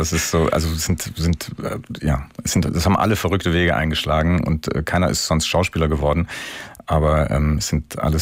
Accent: Munich, Bavaria, Germany; ich bin in München zur Schule gegangen

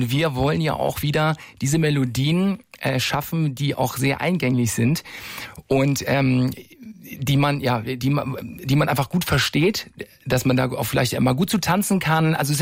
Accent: Breiholz, Schleswig-Holstein, Germany; Ich komme ja aus Schleswig-Holstein, aus Breiholz

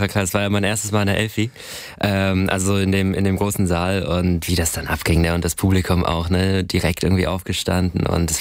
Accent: Hamburg, Germany; Boah, ich bin ja in Eppendorf zur Schule gegangen.

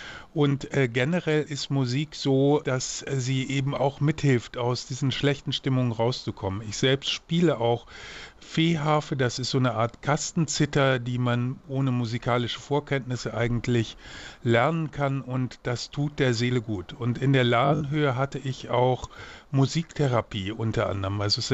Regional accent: Hildesheim, Lower Saxony, Germany; also born or lived in Duderstadt; Ich bin in Duderstadt im Landkreis Göttingen geboren und bin aufgewachsen in Hildesheim.

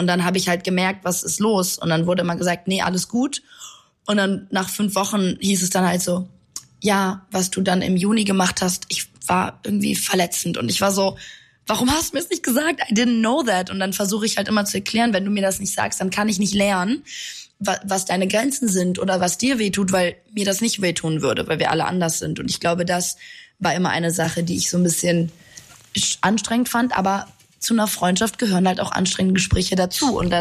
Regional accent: Italy; Ist in Italien leider auch so, also wo ich aufgewachsen bin, ne?

